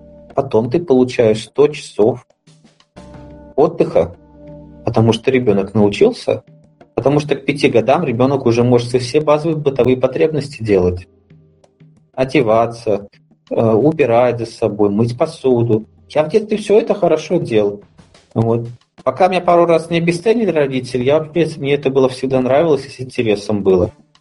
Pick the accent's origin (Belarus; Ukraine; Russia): Belarus; Я из Беларуси, Александр Григорьевич Лукашенко, тоже видно, что бегает, аки конь пашет.